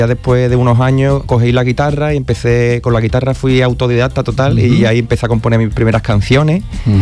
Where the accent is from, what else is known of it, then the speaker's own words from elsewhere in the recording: Coria del Río, Andalusia, Spain; Soy de Coria del Río, y cerquita.